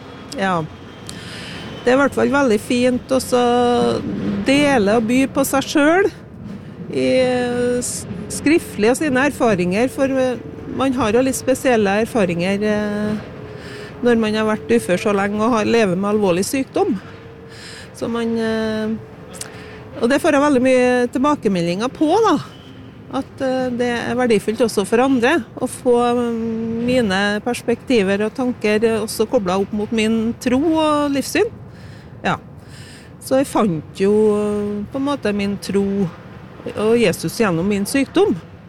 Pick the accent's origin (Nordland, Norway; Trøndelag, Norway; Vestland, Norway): Trøndelag, Norway; Ja, der det 60-70 innbyggere, der jeg kommer fra da, det hjemgården min, så det en trønders gårdsbruk.